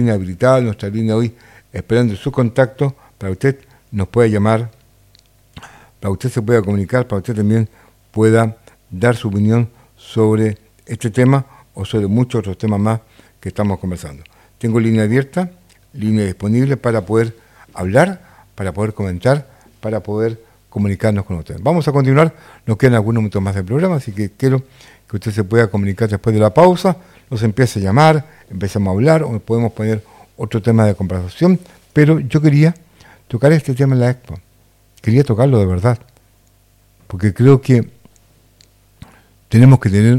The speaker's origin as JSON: {"language": "Spanish", "town": "La Calera", "region": "Valparaíso", "country": "Chile", "said": "Soy de La Calera, justamente."}